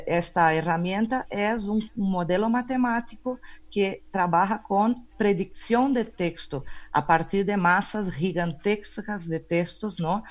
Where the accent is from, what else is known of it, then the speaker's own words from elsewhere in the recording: Brazil; now in Mexico; Desde México, y yo soy de Brasil, ¿no? Originalmente